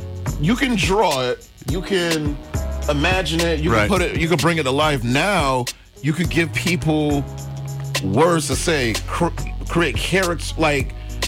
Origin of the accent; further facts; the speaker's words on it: Hartford, Connecticut, United States; I'm from Hartford